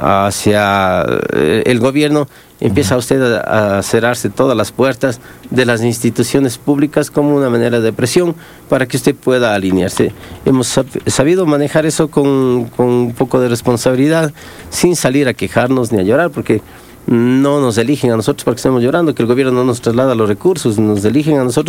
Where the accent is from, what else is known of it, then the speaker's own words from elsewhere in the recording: Guachapala, Azuay, Ecuador; born there; En estos años he trabajado en el cantón donde nací, en Huachapala.